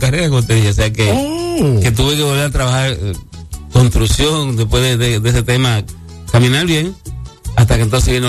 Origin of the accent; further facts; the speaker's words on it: Cotuí, Sánchez Ramírez, Dominican Republic; born there; now in Santo Domingo, Dominican Republic; Yo nací en Sevicos, tierra santa de la provincia Sánchez Ramírez y que pertenece a Cotuí